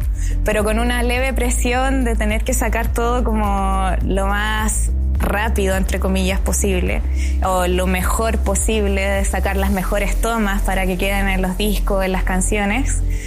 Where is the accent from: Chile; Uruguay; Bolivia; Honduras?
Chile; soy baterista chilena.